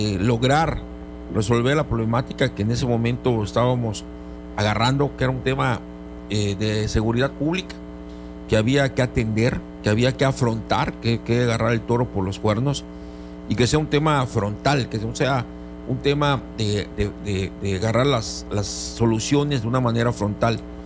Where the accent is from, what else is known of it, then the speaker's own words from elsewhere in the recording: Cozumel, Quintana Roo, Mexico; nací en Cozumel, crecí en Cozumel, me desarrollé en Cozumel, a mí me tocó vivir un Cozumel, hoy estamos viviendo otro Cozumel